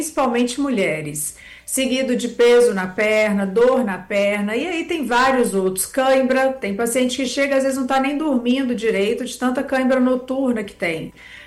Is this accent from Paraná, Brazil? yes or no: no; Minas Gerais, Brazil; moved away; eu sou de Minas, lá a gente fala que o gato sobe no telhado.